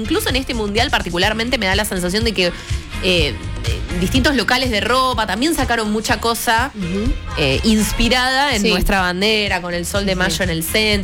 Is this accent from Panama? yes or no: no; Argentina; porque soy de Argentina